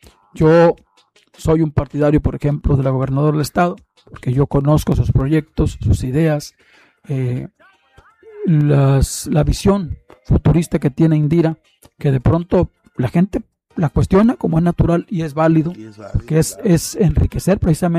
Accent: Manzanillo, Colima, Mexico; Siempre orgulloso de mi pueblo, desde luego.

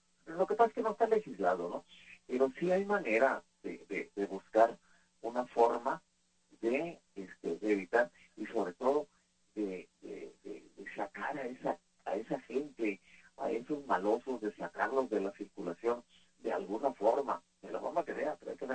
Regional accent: Mexico; todos los mexicanos

